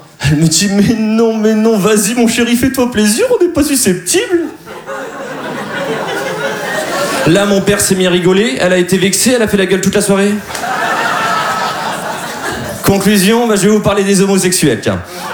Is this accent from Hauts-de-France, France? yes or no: yes; Dunkirk, Hauts-de-France, France; Eh bien, moi, je suis de Dunkerque.